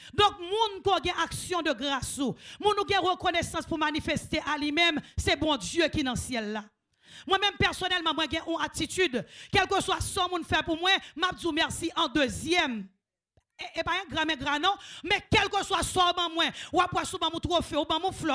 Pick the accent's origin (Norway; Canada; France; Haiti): Haiti; Chez nous en Haïti